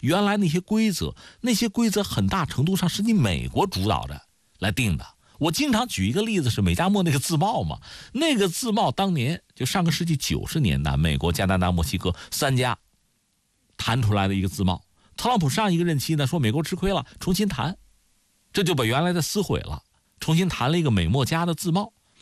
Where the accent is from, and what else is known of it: China